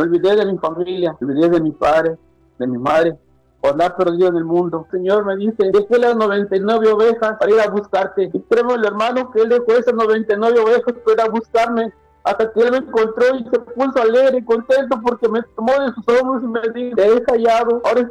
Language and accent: Spanish; Chiapas, Mexico; now in Illinois, United States; yo soy del estado de Chiapas, México, y por ahí acá en el estado de Illinois, Estados Unidos. Tengo 35 años.